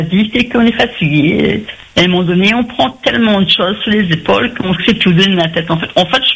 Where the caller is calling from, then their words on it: eastern France, France; je suis de l'Est. Mm-hmm. J'ai 55 ans.